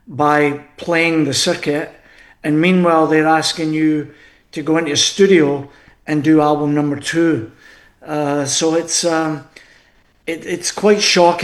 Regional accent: Scotland, United Kingdom; Yeah, so being Scottish, and I know that Sam's off the Irish, mm-hmm. His Irish background. I love coming to Newfoundland because it's got a wee touch of the old country for sure.

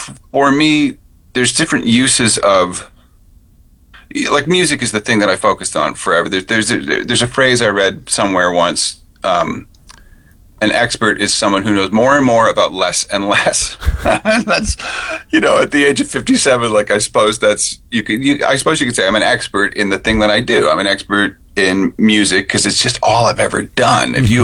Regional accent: Ontario, Canada; I was in Winterton a lot as a kid in the summers, even though I grew up in Ontario, but my mom is from Newfoundland. She was born in Bonavista.

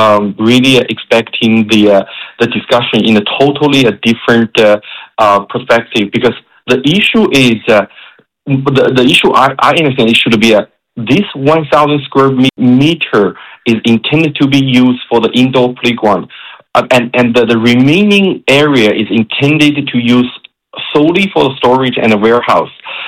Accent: China; now in Canada; I think as a newcomer, I'm originally from China, and I see every step is new to me. I see the system in Canada

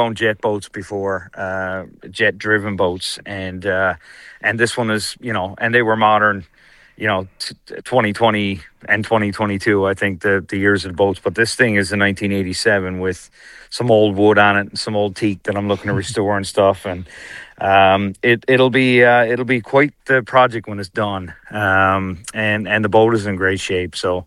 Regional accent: Conception Bay South, Newfoundland and Labrador, Canada; I'm obviously a big supporter of my hometown and where I live.

